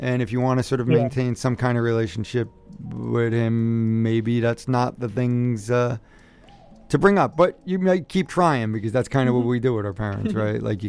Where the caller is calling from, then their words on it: Newark, New Jersey, United States; Yeah, I'm calling from Green Street in Newark.